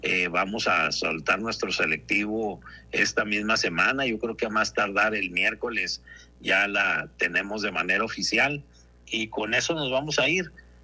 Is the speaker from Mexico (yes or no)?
yes; Mexico; Sin problema, todos somos mexicanos